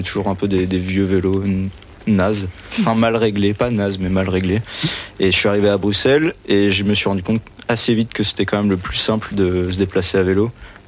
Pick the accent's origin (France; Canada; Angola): France; moved away as an adult; now in Belgium; Non, je suis français.